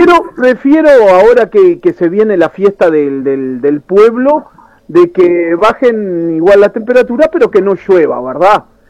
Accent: Uruguay

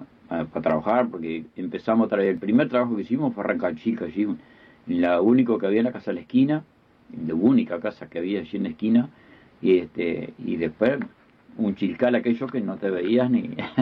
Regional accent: Uruguay; also born or lived in Montevideo; porque mi madre falleció al mes de haberme tenido, me trajo un tío mío para Rosario y Tres, y ahí se tuvo que casar para tenerme. Y bueno, que fue … que era tío mío, con Lorenza Piñeiro, que es mi segunda madre

